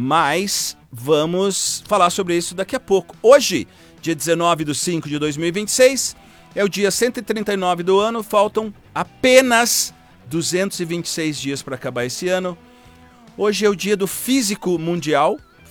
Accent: Brazil; Nós somos brasileiros acima de tudo.

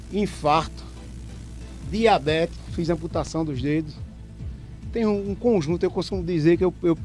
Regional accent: Fazenda Nova, Pernambuco, Brazil; now in Caruaru, Brazil; sou natural de Fazenda Nova.

